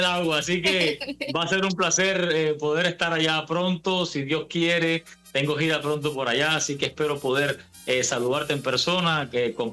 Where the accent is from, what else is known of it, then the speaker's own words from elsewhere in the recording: Cuba; Cuando estoy vestido así … el cubano